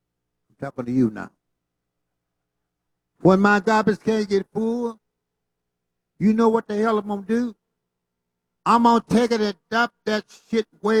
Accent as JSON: {"language": "English", "town": "Haynesville", "region": "Louisiana", "country": "United States", "tie": "born or raised there", "also_born_or_lived": "Pine Bluff, Arkansas", "moved": "yes", "said": "I was born in a little place called Homer, Haynesville, Louisiana. I left my hometown in 1947. Went to Pine Bluff, Arkansas with my father, who was a preacher and a pastor of a church."}